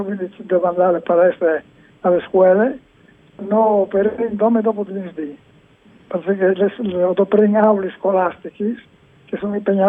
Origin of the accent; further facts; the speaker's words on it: Palmanova, Friuli-Venezia Giulia, Italy; sono di Palma, sono del paese d'Oglie.